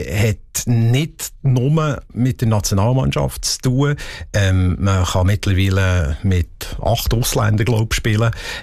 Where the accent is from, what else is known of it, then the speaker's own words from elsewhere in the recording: Switzerland; Wir tun die Schweizer, wir sind Schweizer, wir müssen unsere Werte leben